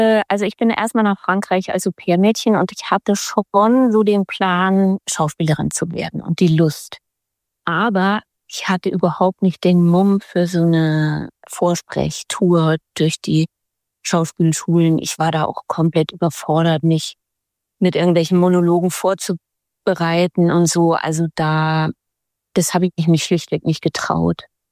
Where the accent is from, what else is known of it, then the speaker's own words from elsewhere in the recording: Mannheim, Baden-Württemberg, Germany; moved away as an adult; Bis zum Abitur war ich in Mannheim und dann bin ich losgezogen.